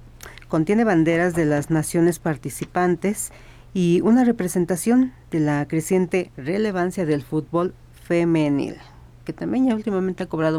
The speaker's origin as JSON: {"language": "Spanish", "country": "Mexico", "said": "Ellos quisieron plasmar toda esa riqueza que tenemos como mexicanos"}